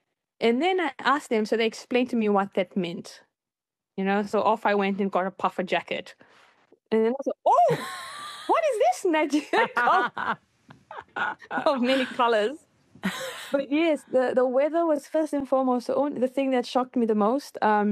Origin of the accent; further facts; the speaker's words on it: Fiji; now in Christchurch, New Zealand; I just was like, I'm coming from Fiji. Quite naive in terms of coming into a predominantly Kiwi white neighborhood, you know, white city.